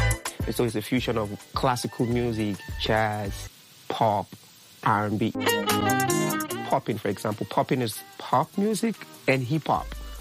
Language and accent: English; Nigeria; born there; I was born in Nigeria.